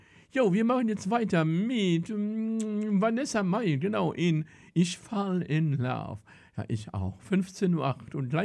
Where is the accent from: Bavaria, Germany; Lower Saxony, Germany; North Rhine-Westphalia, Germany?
Lower Saxony, Germany; Hameln; Ich komme aus Samen, aus der wunderschönen Rattenfängerstadt.